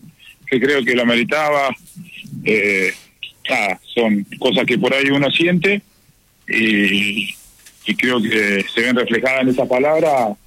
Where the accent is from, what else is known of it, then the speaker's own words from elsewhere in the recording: Sierra Grande, Río Negro, Argentina; moved away; yo soy de Sierra Grande